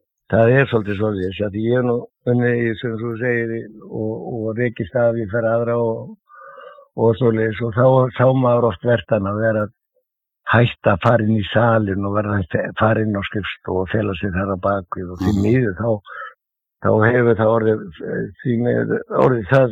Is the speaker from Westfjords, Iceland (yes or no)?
no; Reykjavík, Capital Region, Iceland; Já, ég er fæddur og uppalinn í Klefsholtinu